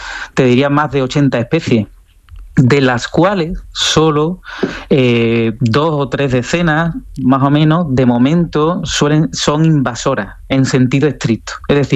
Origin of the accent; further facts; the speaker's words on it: Sanlúcar de Barrameda, Andalusia, Spain; nos vamos a Jerez de la Frontera o a Sanlúcar, de donde soy yo